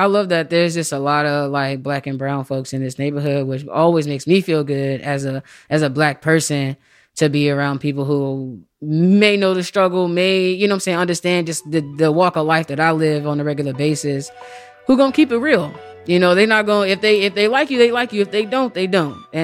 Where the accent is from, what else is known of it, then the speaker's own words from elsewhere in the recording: Sparta, Illinois, United States; now in Chicago, United States; I'm originally from this tiny little town in Sparta, Illinois. It's just like a town of maybe like 1,000 people, maybe.